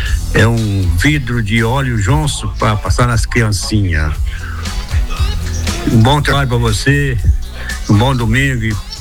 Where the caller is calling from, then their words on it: Vitória, Brazil; sou de Vitória, mas eu tô aqui no Itá, na casa do meu sobrinho aí.